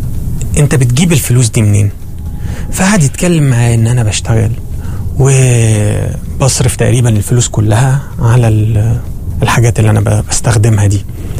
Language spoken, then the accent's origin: Arabic; Egypt; والعلاج في وحدات الإدمان عندنا في مصر كله مدفوع